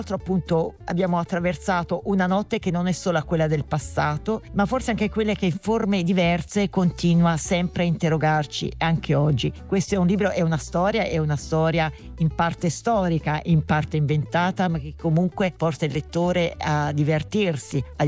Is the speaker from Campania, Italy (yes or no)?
yes; Naples, Campania, Italy; ti ringraziamo anche da napoletana